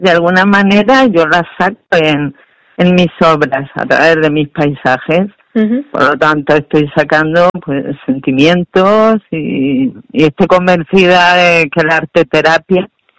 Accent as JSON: {"language": "Spanish", "town": "Alcolea de Calatrava", "region": "Castilla-La Mancha", "country": "Spain", "tie": "born there", "said": "Mi pueblo, Alcolea Calatrava, es una zona volcánica"}